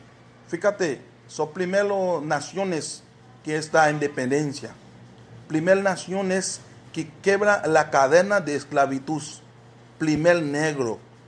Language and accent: Spanish; Haiti; Spanish is a second language; moved away as an adult; also born or lived in Brazil; now in Mexico; haitiano. Mi país tiene mucho tiempo, está sufrimos. Nosotros tiene mucho tiempo, está sufrimos. Como yo salí de Brasil a pie, camino a pie para llegar aquí a México.